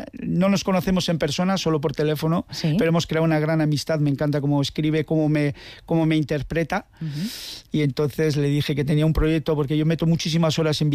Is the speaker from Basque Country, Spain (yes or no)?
yes; Basque Country, Spain; ¿Qué voy a decir de mi pueblo? El mejor pueblo de Euskal Herria, ¿no? Es un pueblo pequeño, agradable.